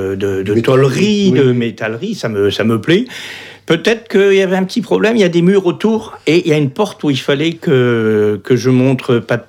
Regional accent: Brest, Brittany, France; Et moi je suis né à Brest.

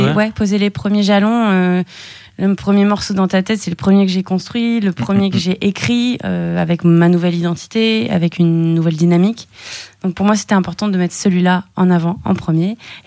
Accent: Brittany, France; moi, en tant que petite bretonne qui part à New York City

